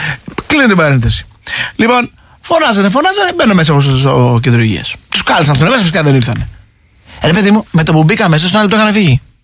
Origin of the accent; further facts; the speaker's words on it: Kastoria, Western Macedonia, Greece; Εγώ είμαι πολύ χαρούμενος γιατί εγώ είμαι από την Καστοριά.